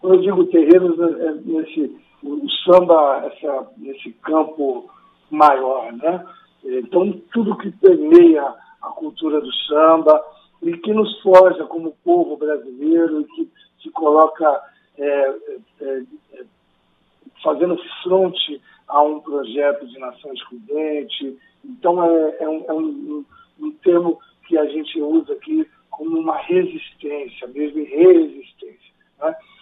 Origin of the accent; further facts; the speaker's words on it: Barra Mansa, Rio de Janeiro, Brazil; Sou de Barra Mansa e Barra do Piraí, né?